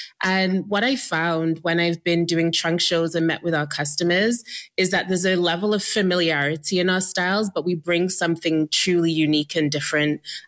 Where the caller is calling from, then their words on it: Toronto, Ontario, Canada; I'm calling from Toronto, Canada.